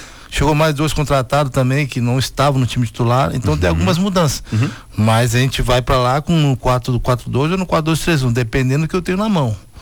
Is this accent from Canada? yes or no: no; Bento Gonçalves, Rio Grande do Sul, Brazil; eu sou de Bento Gonçalves